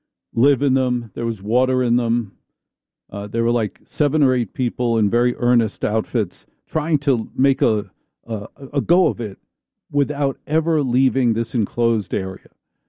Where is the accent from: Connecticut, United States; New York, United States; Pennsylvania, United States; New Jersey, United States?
New Jersey, United States; Maplewood; I grew up in Maplewood.